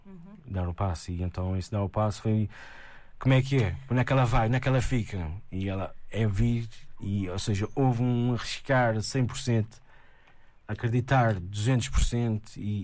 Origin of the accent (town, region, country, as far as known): Azores, Portugal